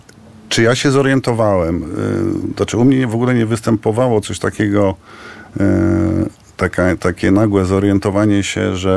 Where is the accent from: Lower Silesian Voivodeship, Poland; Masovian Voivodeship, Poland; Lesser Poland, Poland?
Masovian Voivodeship, Poland; Warsaw; born there; ja się urodziłem w Warszawie, tak, jestem warszawiakiem, notabene urodzony gdzie, no w Szpitalu Praskim, czyli nie ma cwaniaka nad warszawiaka